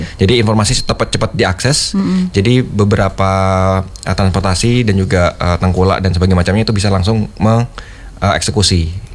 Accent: Bangsalsari, East Java, Indonesia; Ya karena saya dari Bangsal Sari juga.

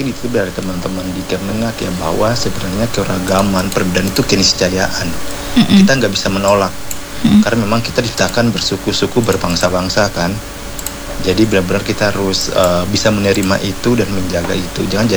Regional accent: Ambon, Maluku, Indonesia; saya orang Ambon bu

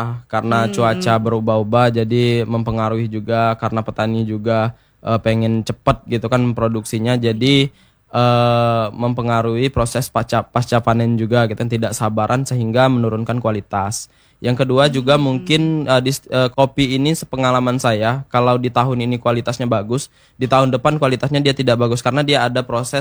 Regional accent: Bengkulu, Indonesia; born there; di daerah tempat kelahiran saya tadi, di daerah Bukit Daun

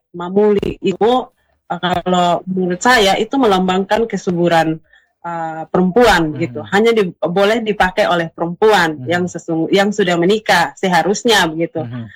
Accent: East Nusa Tenggara, Indonesia; Walaupun saya sebagai orang Sumba, tentunya saya juga harus sangat belajar banyak hal

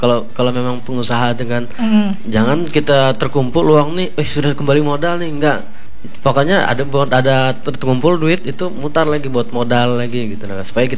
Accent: Palangka Raya, Central Kalimantan, Indonesia; born there; Nah, itu saya lahirnya di Palangka. Jadi keturunan Banjar, keturunan Dayak tuh enggak ada sebenarnya.

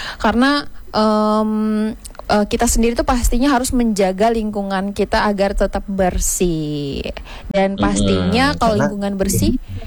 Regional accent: Fakfak, West Papua, Indonesia; born there; Kita beruntung ya dilahirkan di Fak-Fak ya

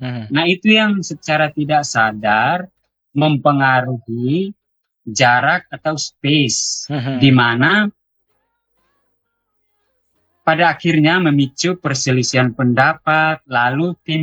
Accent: East Nusa Tenggara, Indonesia; berarti saya juga tahu diri saya berasal dari etnis atau suku Dawan Timur. Sebagai orang Timur, saya juga harus menunjukkan etika yang baik

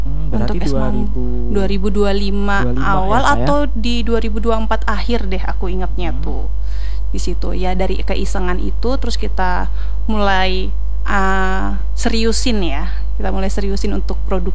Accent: Java, Indonesia; moved away; aku kebetulan kecilnya dulu kan di Jawa ya.

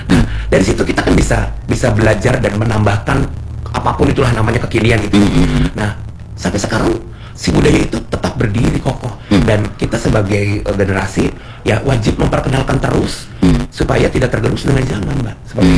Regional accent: Cirebon, West Java, Indonesia; aku orang Cirebon

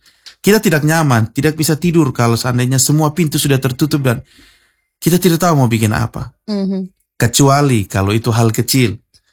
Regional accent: Kupang, East Nusa Tenggara, Indonesia; Kalau kita orang Kupang kan bilang

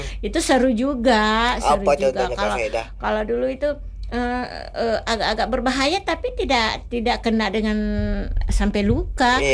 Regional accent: South Sulawesi, Indonesia; born there; now in Tanjung Pinang, Indonesia; kalau orang kita Bugis itu saya juga lihat perkembangannya di kampung saya sendiri

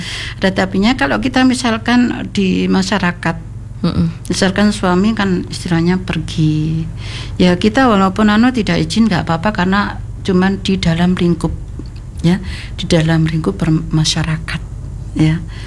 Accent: Indonesia; karena saya juga orang Tawang Gede.

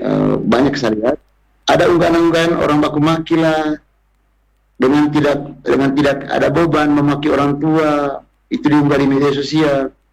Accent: Manggarai, East Nusa Tenggara, Indonesia; tradisi ini nanti akan menjadi kebiasaan kita orang Manggarai, bahwa bahwa menggunakan pakaian yang menurut kita orang Manggarai tidak sopan di tempat umum itu akan menjadi hal yang biasa-biasa saja untuk generasi muda kita.

